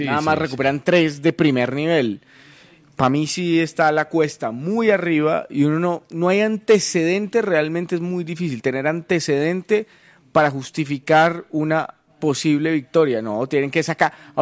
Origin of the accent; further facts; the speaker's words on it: Colombia; se supone que somos los colombianos los malos pues para definir